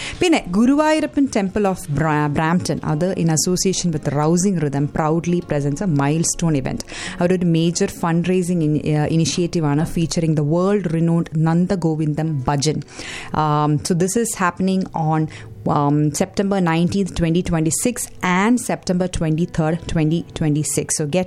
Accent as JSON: {"language": "Malayalam", "town": "Thiruvananthapuram", "region": "Kerala", "country": "India", "tie": "born or raised there", "said": "ഞാൻ ട്രിവാൻഡ്രത്തിലാണ് കേട്ടോ ജനിച്ചു വളർന്നത്."}